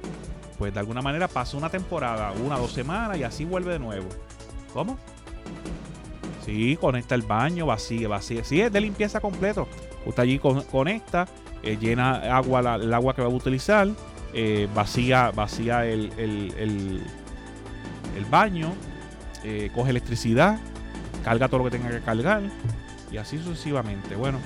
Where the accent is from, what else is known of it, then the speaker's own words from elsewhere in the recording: Quebradillas, Puerto Rico; also born or lived in Arecibo; Yo nací en Arecibo, como casi todos los niños de mi época. Y de los primeros días ya, pues en Quebradillas, hasta más o menos como los 18 años.